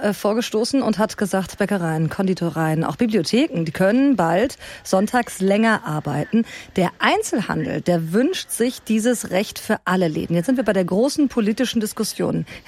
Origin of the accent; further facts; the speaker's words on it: Duisburg, North Rhine-Westphalia, Germany; Ich komme aus Duisburg, das machen wir so, seit ich denken kann.